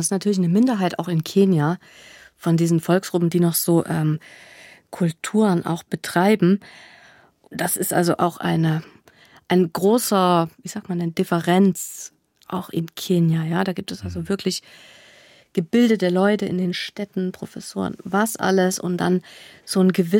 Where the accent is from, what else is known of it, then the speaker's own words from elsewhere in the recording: East Germany, Germany; Ich komme jetzt aus der DDR